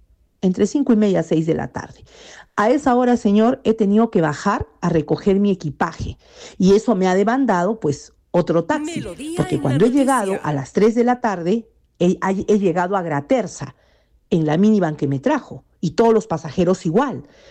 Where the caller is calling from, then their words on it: Arequipa, Peru; Yo soy arequipeña, como le digo, y tuve que viajar a Lima por razones de trabajo.